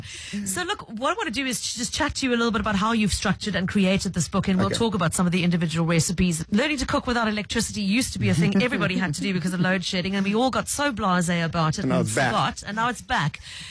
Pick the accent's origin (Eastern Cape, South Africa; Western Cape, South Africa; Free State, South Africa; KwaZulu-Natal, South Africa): KwaZulu-Natal, South Africa; Durban; I'm from Durban.